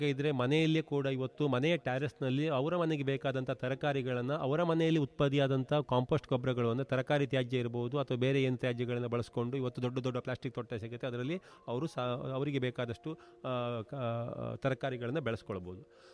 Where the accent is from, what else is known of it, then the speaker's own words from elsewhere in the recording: Karnataka, India; ನಾವು ಮಲೆನಾಡಲ್ಲೇ ಹುಟ್ಟಿ ಬೆಳೆದವರು.